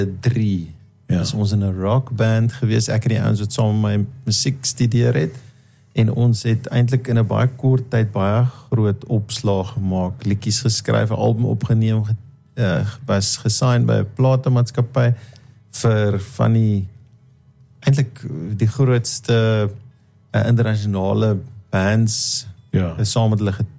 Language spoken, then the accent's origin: Afrikaans; Hennenman, Free State, South Africa; moved away as an adult; also born or lived in Johannesburg; now in Bloemfontein, South Africa; Oorspronkelijk van een klein dorpie in die Vrystaat, Henneman.